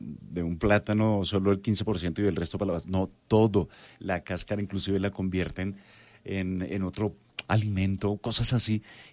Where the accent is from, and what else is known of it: Colombia; now in Bogotá, Colombia